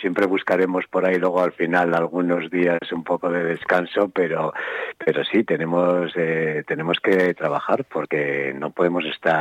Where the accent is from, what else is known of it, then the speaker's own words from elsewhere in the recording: Castro Urdiales, Cantabria, Spain; yo soy de Cantabria, soy de Castrurdiales